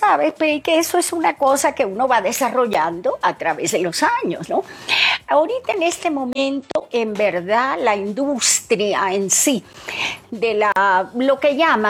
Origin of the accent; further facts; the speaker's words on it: Venezuela; Y que terminó en mi país. Terminó en Venezuela, no sé por qué motivo.